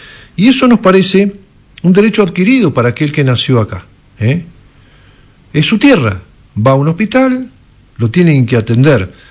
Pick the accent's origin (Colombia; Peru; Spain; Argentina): Argentina; nosotros como argentinos